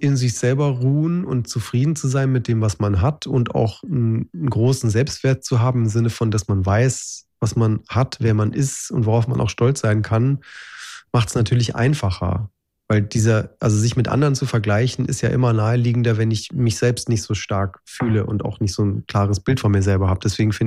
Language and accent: German; Bavaria, Germany; now in Brandenburg, Germany; Ich bin ja im Allgäu aufgewachsen und lebe jetzt in Brandenburg.